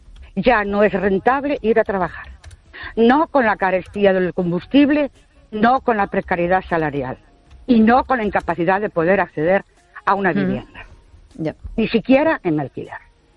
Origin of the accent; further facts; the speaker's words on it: Ourense, Galicia, Spain; Buenas noches … de Ourense.